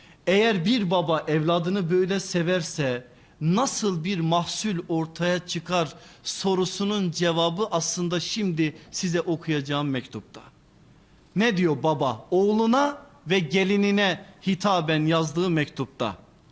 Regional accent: Erzurum, Turkey; mesela ben Erzurumluyum biliyorsunuz, bizde biraz daha fazladır o.

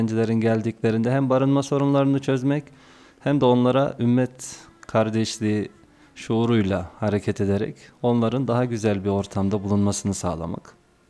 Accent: Ordu, Turkey; moved away as an adult; also born or lived in Kayseri; Ben Kayseri'de üniversite okudum. Ordu memleketim. Ama Kayseri için ikinci memleketim diyebiliyorum.

